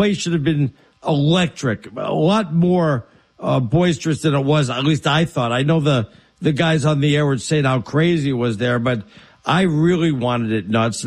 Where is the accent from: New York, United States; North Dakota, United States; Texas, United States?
New York, United States; The Bronx; also born or lived in Brentwood; I lived in Brentwood, but we came from the Bronx.